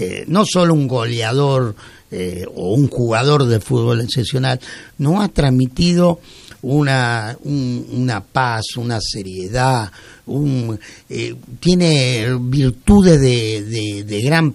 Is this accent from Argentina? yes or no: yes; Argentina; Como argentinos nos sentimos orgullosos